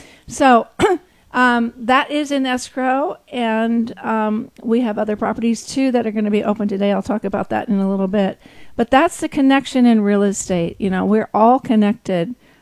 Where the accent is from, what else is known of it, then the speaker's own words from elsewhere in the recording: Santa Barbara, California, United States; moved away as an adult; now in Solvang, United States; yes, I grew up in Santa Barbara, but I've been here for 19 years now.